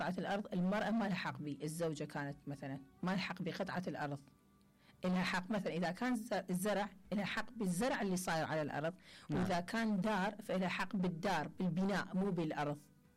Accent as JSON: {"language": "Arabic", "country": "Iraq", "said": "إحنا كلنا عراقيين"}